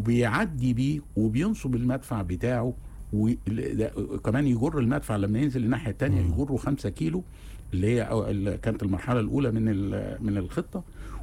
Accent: Egypt; حتى احنا كضباط مصريين في التدريب

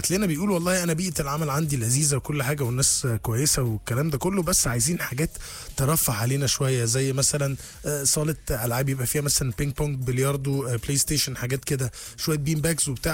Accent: Egypt; احنا كمصريين

